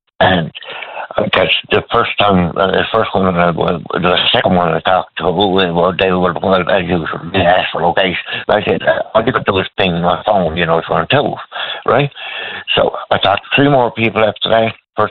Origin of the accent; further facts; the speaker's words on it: Newfoundland and Labrador, Canada; I would have got help a lot quicker than I actually got as a Newfoundlander. What are we, you know, as a Canadian?